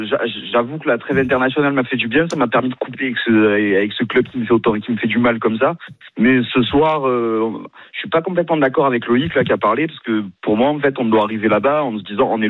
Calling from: Toulouse, Occitanie, France; ça fait 4 ans que j'y vis

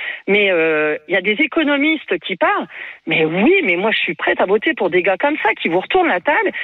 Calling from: France; Et pourtant, je suis française, hein.

